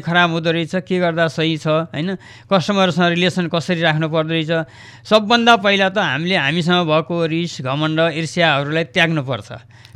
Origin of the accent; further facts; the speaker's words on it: Khajura, Lumbini Province, Nepal; मेरो बाल्यकाल म यहीँ बाँकी जिल्ला खजुरा गाउँपालिका वडा नम्बर 2K गाउँ 19 नम्बर भन्ने प्लट नम्बरमा चाहिँ मेरो जन्म भएको हो।